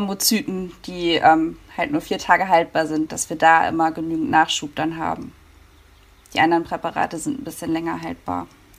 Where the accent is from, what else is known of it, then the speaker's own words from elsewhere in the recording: Hanover, Lower Saxony, Germany; Nee, ich komme eigentlich aus Hannover.